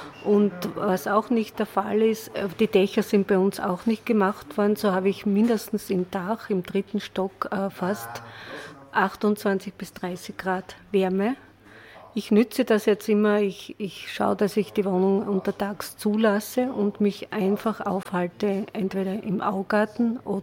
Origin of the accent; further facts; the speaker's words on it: Austria; Ich merke halt, die Klimaerwärmung ist schon sehr spürbar bei uns in Österreich.